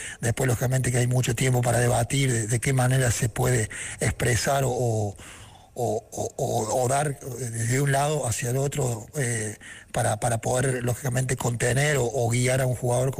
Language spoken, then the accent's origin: Spanish; Argentina; y como hincha de la selección, como argentino, siempre era lindo verlo jugar